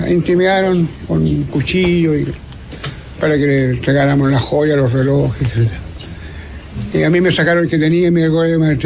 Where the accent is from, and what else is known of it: Chile